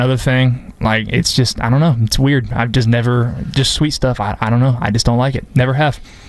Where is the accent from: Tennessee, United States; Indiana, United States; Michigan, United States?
Tennessee, United States; Murfreesboro; I've lived in Murfreesboro my whole life